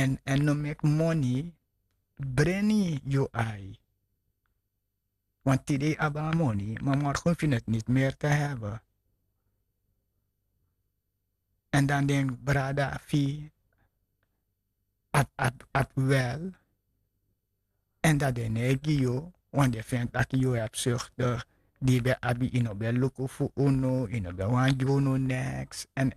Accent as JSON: {"language": "Dutch", "country": "Suriname", "tie": "born or raised there", "said": "ik ben in Suriname geboren. Dat stadmensen keken neer tegen binnenlandbewoners vroeger. En ik was nog een kind."}